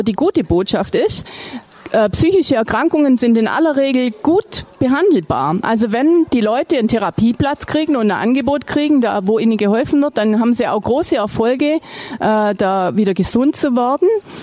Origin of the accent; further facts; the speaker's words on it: Wangen im Allgäu, Baden-Württemberg, Germany; Ich komme aus Wangen im Allgäu, bin 56 Jahre alt, ich habe 2 erwachsene Kinder, ich habe 3 Enkelkinder und ich wohne in Wangen mit meinem Mann und mit dem Hund.